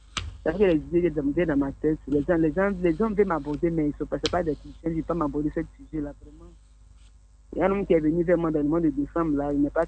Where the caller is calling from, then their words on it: Abidjan, Côte d’Ivoire; À Nono Rivera 2.